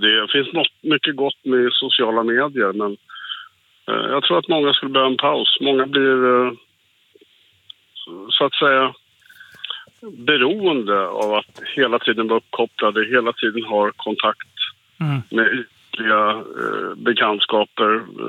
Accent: Stockholm, Stockholm County, Sweden; now in Västervik, Sweden; Jag är själv från Stockholm.

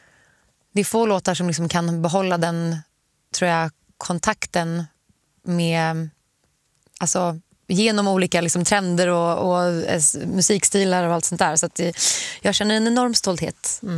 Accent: Sweden; now in Los Angeles, United States; Alltså, när jag är i Sverige tycker jag att det är så himla skönt att kunna bara promenera överallt, kollektivtrafik, gott svart kaffe, saltlakris, träffa mina vänner och familj lite mer spontant.

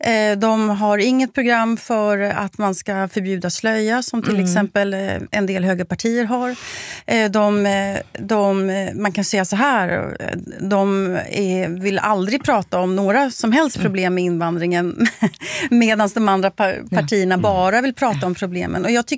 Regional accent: Sweden

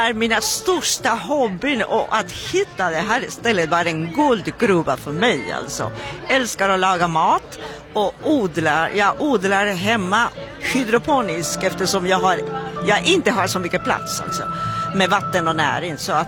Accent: Peru; now in Malmö, Sweden; Så jag ska åka till Peru med en grupp och visa mitt hemland med mina egna ögon.

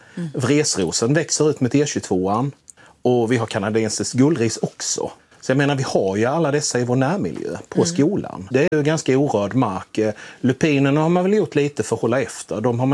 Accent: Blekinge, Sweden; Jag är lantbrukarson från Blekinge.

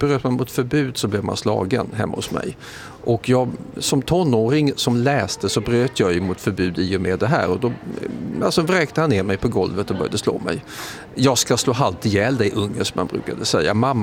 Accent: Staffanstorp, Skåne, Sweden; Jag utnyttjade Staffanstorps kommunbibliotek där jag växte upp väldigt, väldigt mycket.

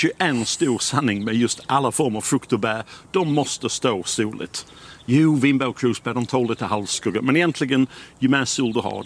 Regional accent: England, United Kingdom; Swedish is a second language; now in Sweden; För att jag tänkte när jag var fortfarande engelsman. Nu är jag skåning i alla fall. Jag tror att jag blir svensk också.

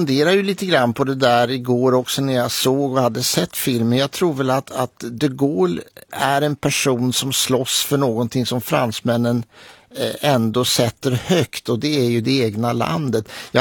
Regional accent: Sweden

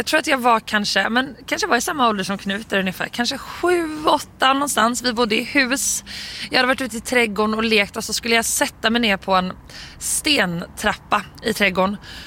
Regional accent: Blekinge, Sweden; Det fanns också inte så många där jag växte upp i Blekinge.

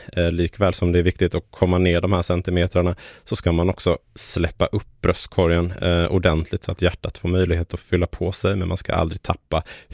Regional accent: Sölvesborg, Blekinge, Sweden; Jag blev inbjuden till en festival hemma i Sölvesborg för någon vecka sedan

